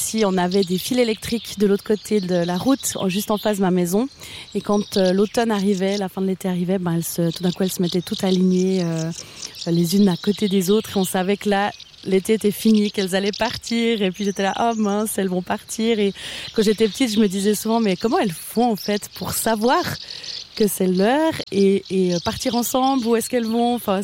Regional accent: Fribourg, Switzerland; now in La Tour-de-Trême, Switzerland; j'ai grandi à Vaudrance, en Glane, et puis on était locataire dans une ferme

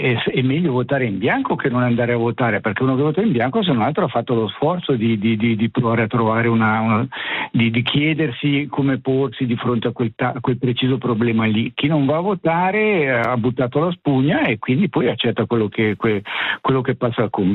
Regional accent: Switzerland; io sono nato e cresciuto in Svizzera

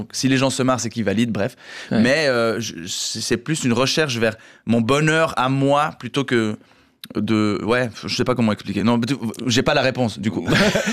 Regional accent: Romandy, Switzerland

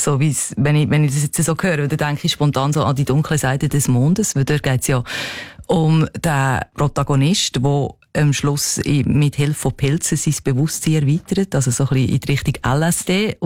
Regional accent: Switzerland; als Schweizerin wie ich

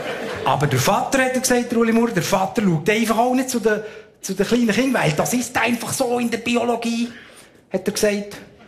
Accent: Switzerland; bei uns in der Schweiz, ja, läuft darum eben der Geschlechterdiskurs auf einem tieferen Niveau ab

